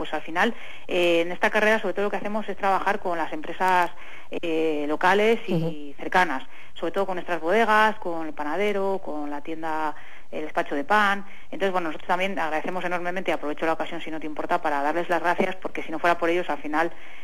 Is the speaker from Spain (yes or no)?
yes; Spain; yo soy de Medina